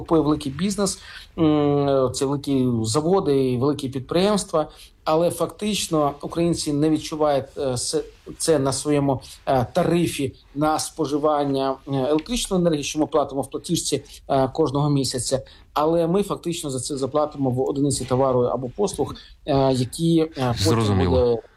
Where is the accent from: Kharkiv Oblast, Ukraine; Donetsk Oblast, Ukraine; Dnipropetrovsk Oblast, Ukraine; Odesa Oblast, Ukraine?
Kharkiv Oblast, Ukraine; Kharkiv; мій рідний Харків